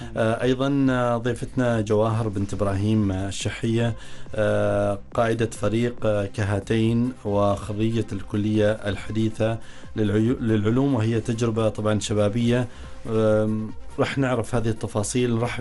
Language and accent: Arabic; Oman; عندنا في عمان